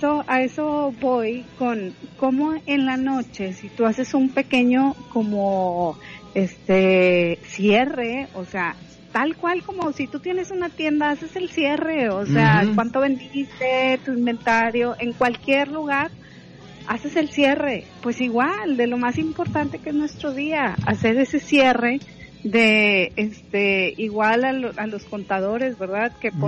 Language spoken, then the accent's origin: Spanish; Monterrey, Nuevo León, Mexico; la gente que crecimos aquí en Monterrey